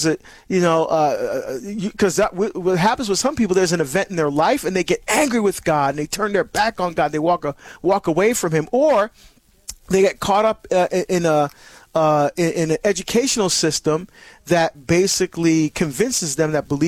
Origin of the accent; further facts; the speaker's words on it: New Jersey, United States; moved away; my home state of New Jersey.